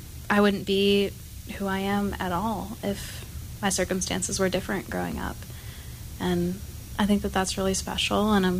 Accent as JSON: {"language": "English", "town": "Kansas City", "country": "United States", "said": "Yeah, well, I'm from Kansas City"}